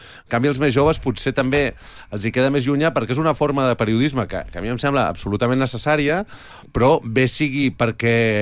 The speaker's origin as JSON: {"language": "Catalan", "town": "Barcelona", "region": "Catalonia", "country": "Spain", "said": "alguns oients ja sabeu que sóc del Guinardó"}